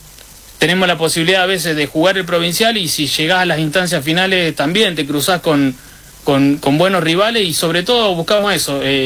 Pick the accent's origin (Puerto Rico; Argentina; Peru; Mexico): Argentina; San Martín; born there; Sí, yo soy nacido en San Martín.